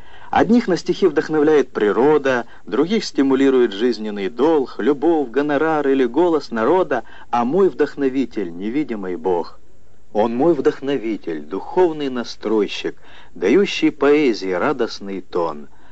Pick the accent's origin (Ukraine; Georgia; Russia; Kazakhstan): Ukraine; Mariupol, Donetsk Oblast; born there; Я родился в Мариуполе, в христианской семье